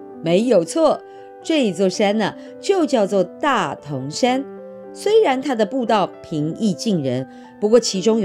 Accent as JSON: {"language": "Chinese", "country": "Taiwan"}